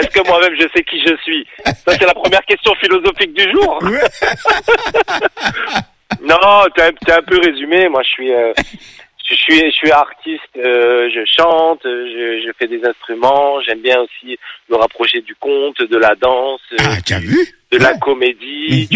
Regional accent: Amiens, Hauts-de-France, France; also born or lived in Abidjan, Côte d'Ivoire; je suis un petit du plateau à Abidjan, et puis en fait très tôt mes parents sont rentrés en France et puis j'ai grandi à Amiens

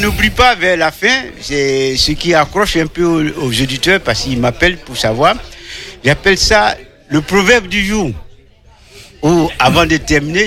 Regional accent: Côte d’Ivoire; now in Angers, France; je suis ivoirien

